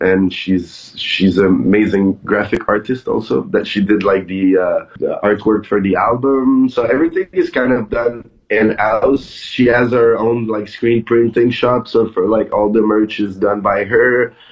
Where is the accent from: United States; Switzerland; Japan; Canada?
Canada; We're Canadian.